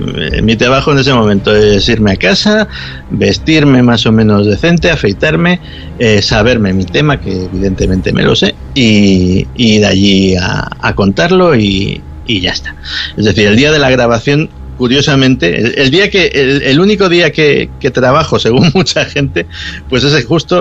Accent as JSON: {"language": "Spanish", "country": "Spain"}